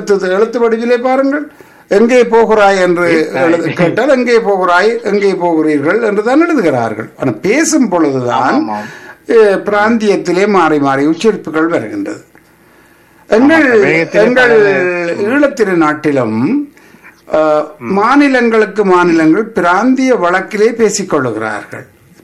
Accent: Northern Province, Sri Lanka; now in Canada; நான் வடபகுதியைச் சேர்ந்த தமிழன்

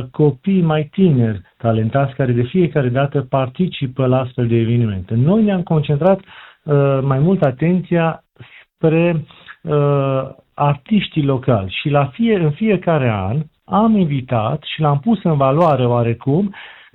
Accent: Romania

